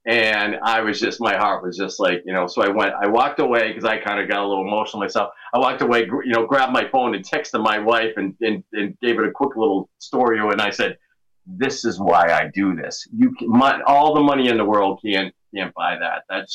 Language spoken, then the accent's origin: English; New England, United States; So I'm from New England, and New Englanders are well known for being people that like to complain.